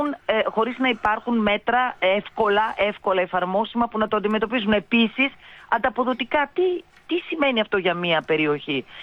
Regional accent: Thessaly, Greece; Αυτή τη στιγμή δεν έχει αποκατασταθεί ο τόπος μου

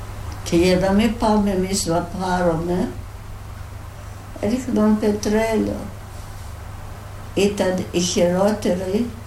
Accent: Greece; Εγώ είμαι από την Ελλάδα

